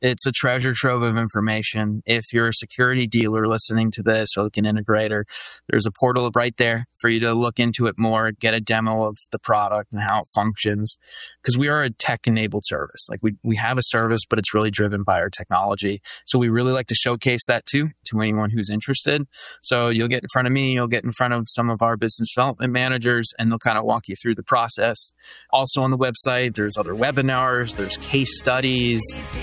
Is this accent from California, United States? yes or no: no; Pennsylvania, United States; now in Dallas, United States; I'm originally from Pennsylvania.